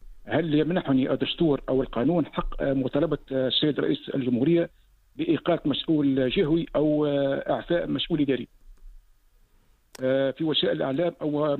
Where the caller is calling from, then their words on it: North West Tunisia, Tunisia; من احد ولايات الشمال الغربي.